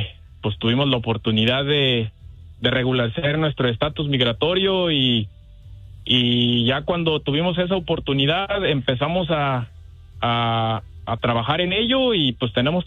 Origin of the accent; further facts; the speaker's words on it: Dolores Hidalgo, Guanajuato, Mexico; Comenzamos con que yo soy originario de Dolores Hidalgo, Guanajuato.